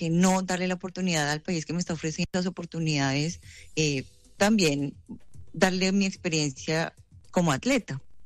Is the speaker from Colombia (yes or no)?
yes; Colombia; moved away; Entonces, fue muy difícil decir, soy colombiana, pero vivo en otro lugar, ya es mi hogar. Nací en Colombia, pero estoy construyendo mi vida aquí, ¿no?